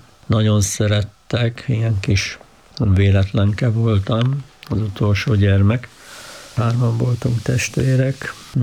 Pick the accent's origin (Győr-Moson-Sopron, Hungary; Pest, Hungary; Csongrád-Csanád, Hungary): Győr-Moson-Sopron, Hungary; Tét; Sokorói járás központjában születtem, Tét nevű község. Ez egy besenyő falu